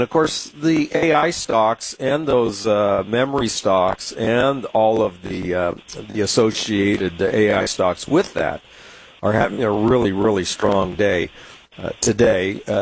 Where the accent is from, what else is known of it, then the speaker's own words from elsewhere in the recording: San Diego, California, United States; accent: San Diego; Well, I don't have much of a Vermont accent. I'm from Southern California with a San Diego accent, if there is such a thing.